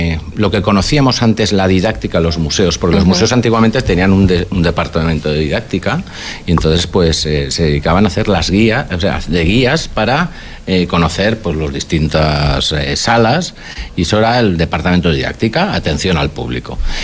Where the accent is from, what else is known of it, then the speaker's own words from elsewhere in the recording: Valencian Community, Spain; la identidad valenciana, que somos tierra de músicos.